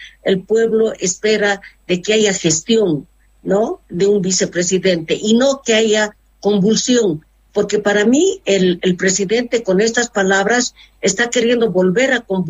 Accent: Bolivia; quienes pagan los platos rotos somos los bolivianos

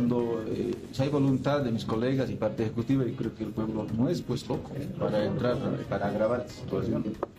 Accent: Bolivia; todos somos bolivianos

